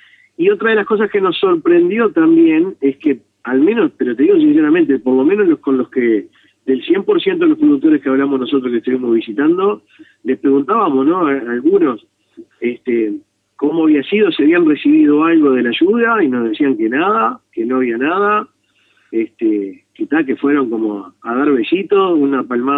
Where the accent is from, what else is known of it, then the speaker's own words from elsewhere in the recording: Salto, Uruguay; viste cómo somos salteños